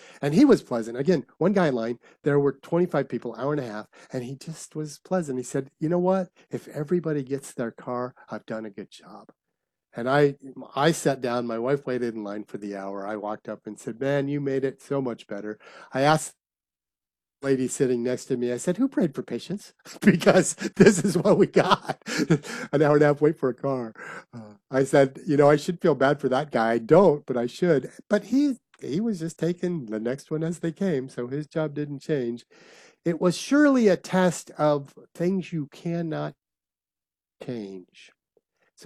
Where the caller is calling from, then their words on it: Niagara Falls, Ontario, Canada; I'm sitting in Ontario, Niagara Falls, Canada, doing this show because it means so much to me.